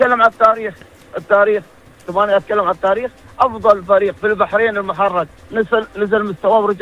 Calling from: United Arab Emirates; معك … من الإمارات

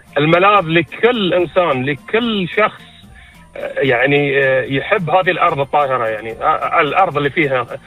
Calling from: Bahrain

